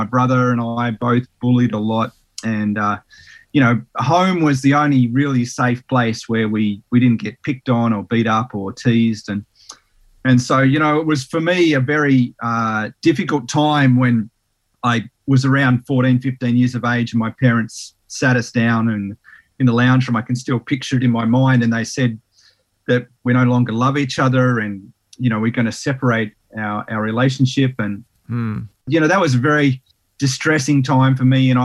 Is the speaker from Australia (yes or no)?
yes; Sydney, New South Wales, Australia; also born or lived in Tasmania; Yeah, I was born in Sydney in New South Wales, and spent about 7 years there. Then we moved to Tassie for about 5 years, and we moved around a lot.